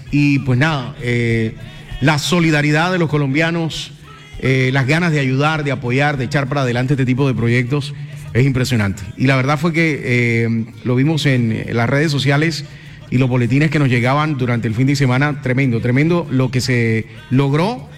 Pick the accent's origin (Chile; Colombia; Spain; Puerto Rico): Colombia; el hecho de que los colombianos demuestran la realidad, lo que realmente somos los colombianos.